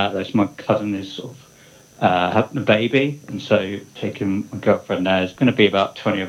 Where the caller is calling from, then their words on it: Bristol, South West England, United Kingdom; I'm calling from Bristol.